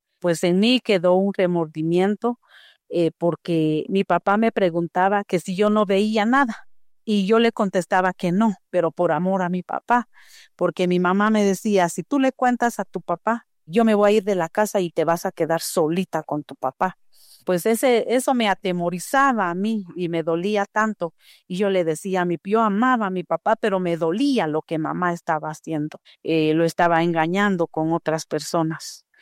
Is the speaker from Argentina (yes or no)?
no; Guatemala; soy de Guatemala